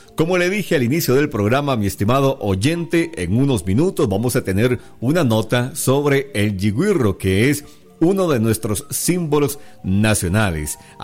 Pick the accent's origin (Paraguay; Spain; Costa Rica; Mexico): Costa Rica; Sigamos disfrutando de esa música que nos identifica como costarricenses.